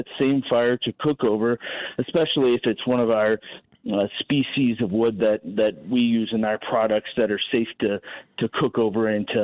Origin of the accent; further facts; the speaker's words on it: Texas, United States; now in Wisconsin, United States; So I moved here from Texas about 12 years ago from the Dallas area and really took to barbecue and started doing some local competitions here in Wisconsin